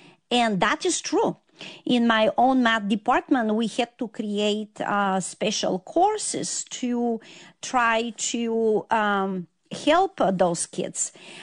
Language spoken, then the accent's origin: English; Bulgaria; specifically in my home country, Bulgaria.